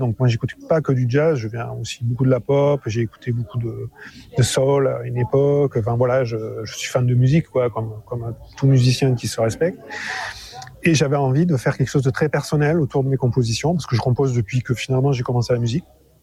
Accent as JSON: {"language": "French", "region": "Occitanie", "country": "France", "tie": "born or raised there", "said": "mon pays d'origine, enfin ma région d'origine, le Lot. Voilà, moi j'ai grandi dans l'Écosse, sur l'Écosse du Lot."}